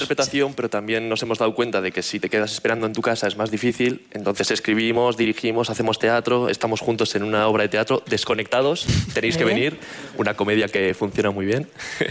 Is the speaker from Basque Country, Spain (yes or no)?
yes; Bilbao, Basque Country, Spain; Yo soy de Bilbao, él de Baracaldo, y nos juntamos en un curso actoral y ya amigos.